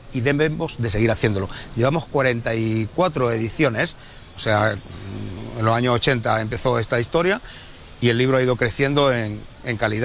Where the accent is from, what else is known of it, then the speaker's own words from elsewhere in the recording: Córdoba province, Andalusia, Spain; salió posibilidad de trabajar, ¿dónde? Córdoba, el sitio más cercano a mi pueblo. Y ahí estoy, a una hora y media o un poco más de Córdoba.